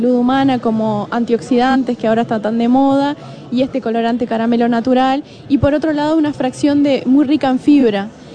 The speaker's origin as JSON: {"language": "Spanish", "country": "Uruguay", "said": "en Uruguay somos muy cafeteros, sí, es la segunda bebida más consumida después del mate."}